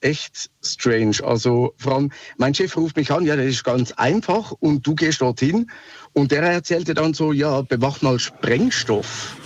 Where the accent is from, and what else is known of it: Switzerland